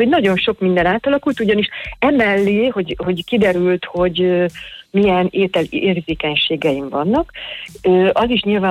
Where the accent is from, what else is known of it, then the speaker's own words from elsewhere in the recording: Hungary; magyar nőként